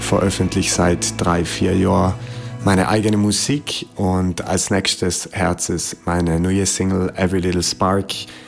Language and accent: German; Merano, Trentino-Alto Adige, Italy; ich komme aus Meran, bin 23 Jahre alt … Ich studiere in Innsbruck Medizin